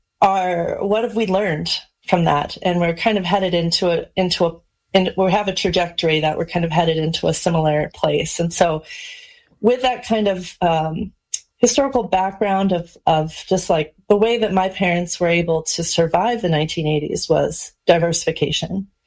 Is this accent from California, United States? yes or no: no; Charles City, Iowa, United States; moved away as an adult; So I grew up here in Charles City, Iowa. We're in Northeast Iowa.